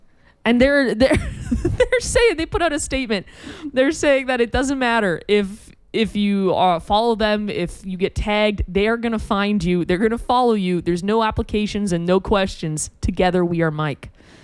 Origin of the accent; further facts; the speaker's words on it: Devon, Alberta, Canada; my hometown of Devon